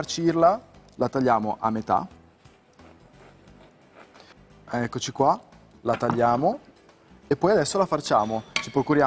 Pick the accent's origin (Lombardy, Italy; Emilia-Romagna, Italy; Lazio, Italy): Emilia-Romagna, Italy; io che sono emiliano, siamo ricchi nella nostra tradizione di formaggi